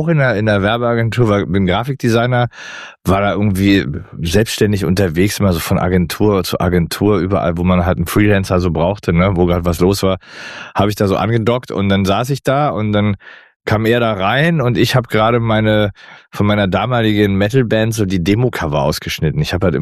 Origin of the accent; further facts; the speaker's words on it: Berlin, Germany; Ich bin aus Berlin, ich war da schon